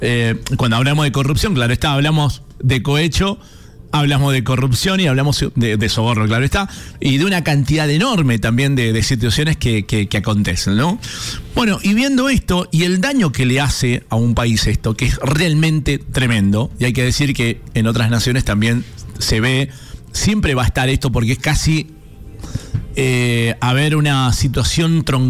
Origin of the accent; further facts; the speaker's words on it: Argentina; como argentinos, porque somos parte de esta hermosa y espectacular nación